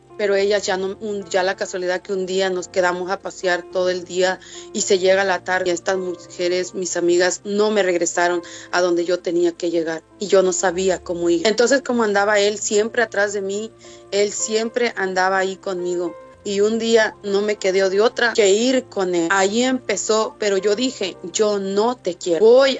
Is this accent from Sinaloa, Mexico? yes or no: no; San Luis Potosí, Mexico; Yo vengo del estado de San Luis, de San Luis Potosí. Entonces yo no conocía San Luis, no conocía el centro.